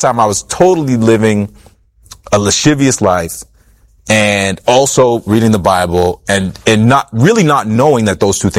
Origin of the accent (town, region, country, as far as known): Halifax, Nova Scotia, Canada; born or raised there